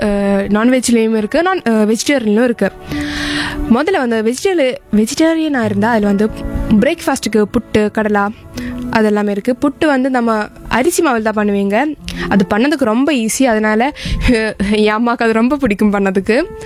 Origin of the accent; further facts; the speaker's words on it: Kerala, India; என் சொந்த ஊர் வந்து கேரளா.